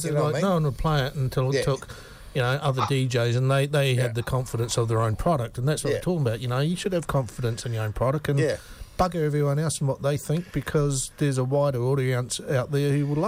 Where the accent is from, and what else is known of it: New Zealand